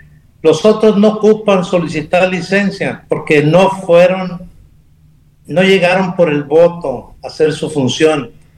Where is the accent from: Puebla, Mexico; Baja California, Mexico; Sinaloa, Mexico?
Sinaloa, Mexico; el gobierno de México y los sinaloenses estamos pagando las consecuencias de este error.